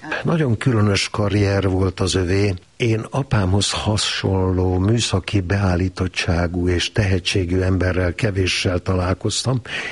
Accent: Kunmadaras, Jász-Nagykun-Szolnok, Hungary; moved away as an adult; also born or lived in Debrecen / Karcag / Szeged; Én Kunmadarason nőttem fel, nyakas kunok lakják, csak úgy, mint Kunhegyesen, és onnan kerültem a karcagi gimnáziumba

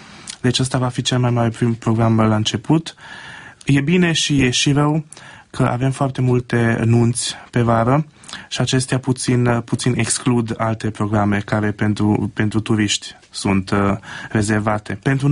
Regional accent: Baia Mare, Maramureș County, Romania; born there; Eu sunt născut din Baia Mare și el m-a rugat ca să călăuzesc eu grupa în Maramureș.

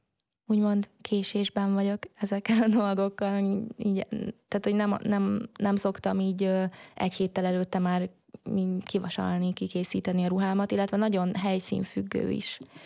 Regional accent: Hungary; moved away as an adult; now in Tallinn, Estonia; hogyha ott ülök egyedül magyarként

